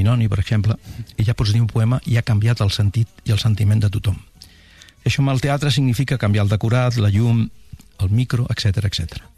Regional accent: Barcelona, Catalonia, Spain; born or raised there

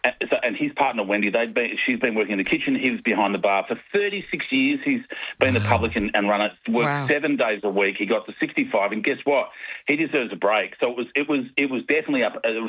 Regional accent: Melbourne, Victoria, Australia; Oh, look, just so you know, I'm from Melbourne and I've never heard of Dettering.

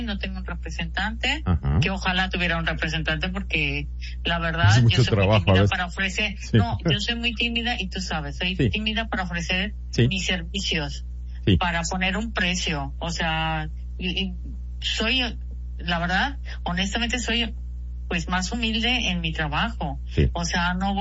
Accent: Mexico; como somos de México

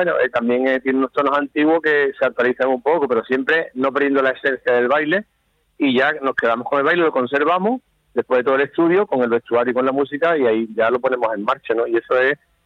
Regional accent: Cádiz, Andalusia, Spain; Venimos de aquí de Cádiz, tanto de bailadores.

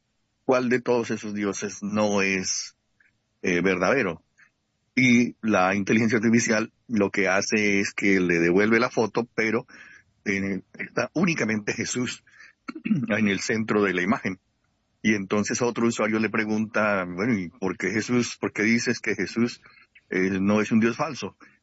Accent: Bogotá, Colombia; now in Miami, United States

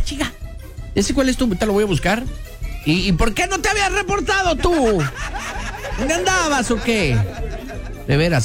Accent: Mexico; Y quien más produce aguacate somos los mexicanos.

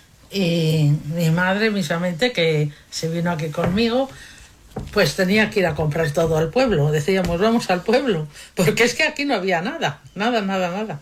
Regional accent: Peñafiel, Castile and León, Spain; Nací en Peñafiel.

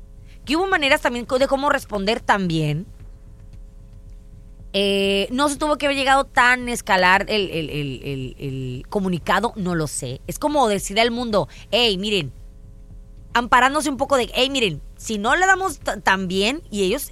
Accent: Mexico; lo único que hacen es hacernos quedar mal como mexicanos, ¿no?

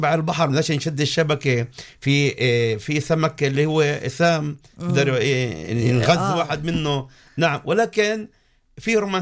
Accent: Jaffa, Tel Aviv District, Israel

